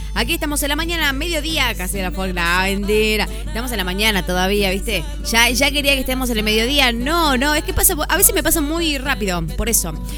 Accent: Argentina; los argentinos somos conocidos por nuestro amor a las picadas, a los fiambres, a las bebidas amargas

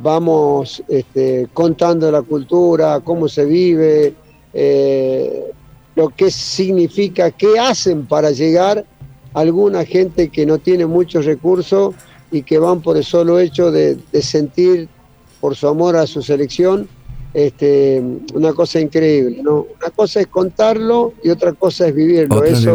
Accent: Tucumán, Argentina; así somos los tucumanos

